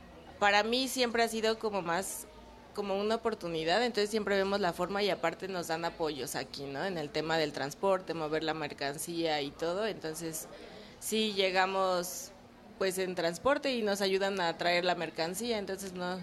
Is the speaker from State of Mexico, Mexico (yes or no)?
no; Valladolid, Yucatán, Mexico; Venimos de Valladolid, Yucatán, y pues tuve oportunidad de volver a la universidad y formar parte de la feria de rural.